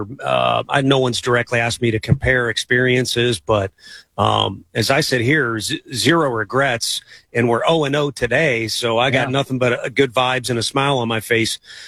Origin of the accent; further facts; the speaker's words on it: St. Louis, Missouri, United States; I grew up in St. Louis. My dad was from Chicago.